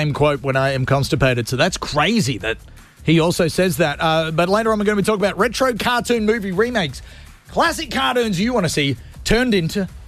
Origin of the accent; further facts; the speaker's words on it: Gold Coast, Queensland, Australia; I'm from the Gold Coast, so I can say that joke.